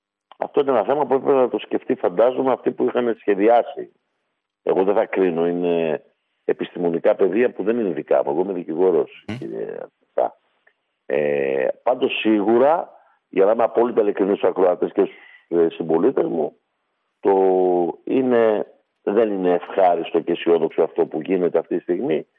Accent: Eastern Macedonia and Thrace, Greece; της περιοχής Καβάλας, που είναι έξω από την Καβάλα, το χωριό μου

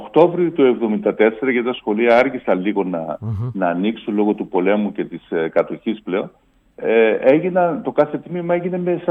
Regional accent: Nicosia District, Cyprus; born or raised there

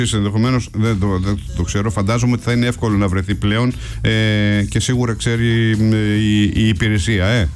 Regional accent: Larissa, Thessaly, Greece; στη Λάρισα, την πατρίδα μου

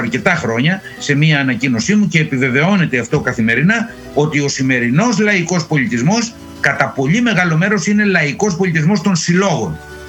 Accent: Samos, North Aegean, Greece; moved away as an adult; ο τόπος καταγωγής μου, η Σάμος. Γεννήθηκα και μεγάλωσα εκεί μέχρι 18 χρονών που πήγα να σπουδάσω. Διατηρώ σχέσεις, πηγαίνω. Δεν ζω εκεί. Και ούτε διαφαίνεται ότι θα ζήσω. Αλλά είναι η πατρίδα μου.

